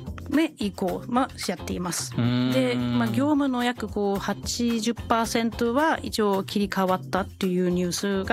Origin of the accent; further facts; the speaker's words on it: Schleswig-Holstein, Germany; Japanese is a second language; はい、一部では実は進んでるんです。でそれが私の地元だったりするんですけど、